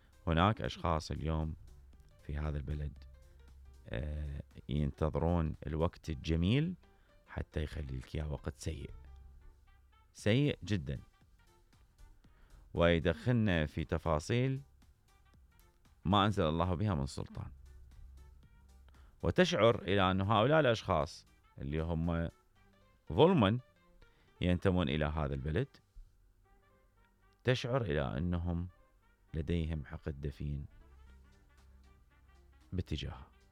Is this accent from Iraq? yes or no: yes; Iraq; عندنا بالعراق